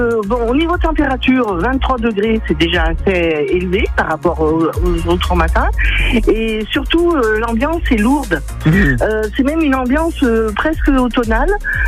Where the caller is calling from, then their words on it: Saint-Clair-du-Rhône, Auvergne-Rhône-Alpes, France; je suis à Saint-Clair-du-Rhône.